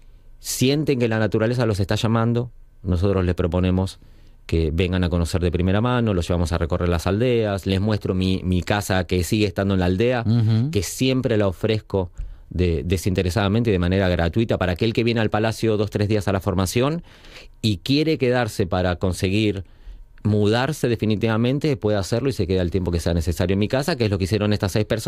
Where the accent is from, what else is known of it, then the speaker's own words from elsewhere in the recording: Argentina; Si bien en Argentina tenemos nuestra Patagonia hermosa, también maravillosa, nuestra Pampa